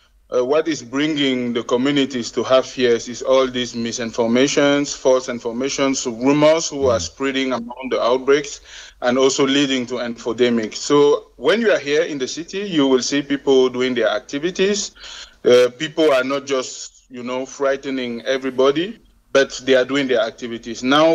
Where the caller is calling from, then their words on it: Bunia, Ituri, DR Congo; I'm greeting you from Bunia here in the Ituri province, where we are handling the operation and fighting against this outbreak.